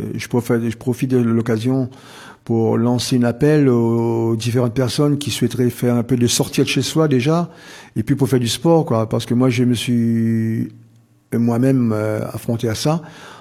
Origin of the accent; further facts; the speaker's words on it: Saint-Pierre, Réunion; now in Auxerre, France; je suis né à Saint-Pierre, j'ai grandi à Basse-Terre, beaucoup, bien, bon moment à Basse-Terre, et après j'ai pris l'envol pour la métropole en 84, parti pour 15 jours, maintenant ça fait 42 ans que je suis là-bas, quoi.